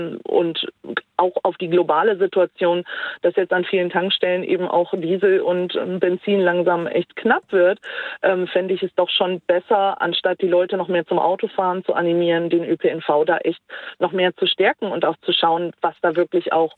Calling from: Hörstel, North Rhine-Westphalia, Germany; Ja, also ich komme aus dem Norden von Nordrhein-Westfalen, also im Kreis Steinfurt. Es ist eine sehr ländliche Region.

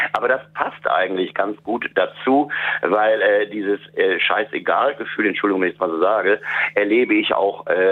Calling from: Essen, North Rhine-Westphalia, Germany; Und zwar wohne ich in Essen-Frohnhausen und beobachte seit 8, 9 Jahren eine zunehmende Vermüllung meines Orts oder Stadtteils

